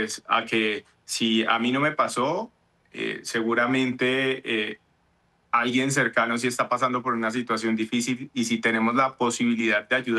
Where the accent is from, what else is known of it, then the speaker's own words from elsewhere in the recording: Cali, Valle del Cauca, Colombia; pero también hay algo positivo y es que como caleños nos hemos solidarizado mucho